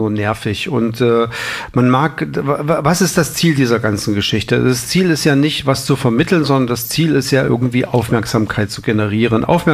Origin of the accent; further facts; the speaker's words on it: Altenburg, Thuringia, Germany; ich bin ja auch kein reiner Sachse, wenn man das mal so will. Ja, ich bin ja aufgewachsen in Altenburg, das ist ja früher mal sicherlich Bezirk Leipzig gewesen und jetzt ja Thüringen.